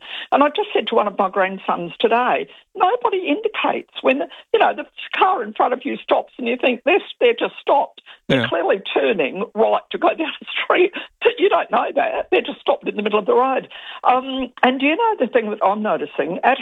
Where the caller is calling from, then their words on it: Melbourne, Victoria, Australia; Graham, I'm ringing from Melbourne. I live in Adelaide, but ringing from Melbourne.